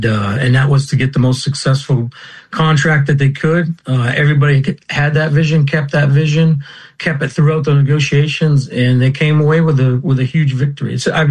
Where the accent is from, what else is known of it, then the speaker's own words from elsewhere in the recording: Bath, Maine, United States; And I guess maybe because I'm from Bath, Maine, I'm a little partial to that.